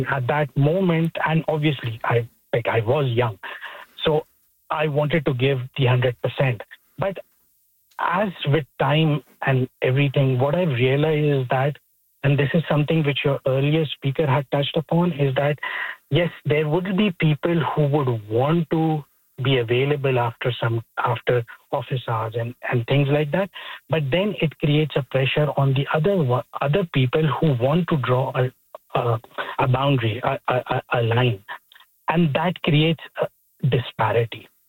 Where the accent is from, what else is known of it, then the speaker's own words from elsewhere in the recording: Pakistan; also born or lived in United Arab Emirates / Australia; now in Canada; I'm originally from Pakistan, and I've lived in the UAE, then Australia, and before moving to Canada.